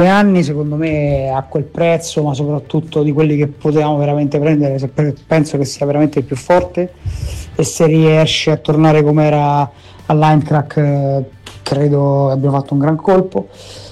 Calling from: Latina, Lazio, Italy; Buonasera … da Latina.

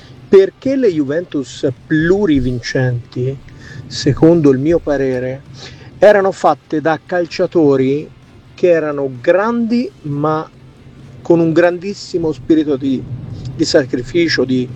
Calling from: Prato, Tuscany, Italy

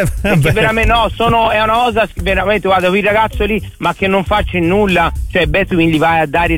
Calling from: Montespertoli, Tuscany, Italy; io sono di Montesperto, però lavoro a Monte

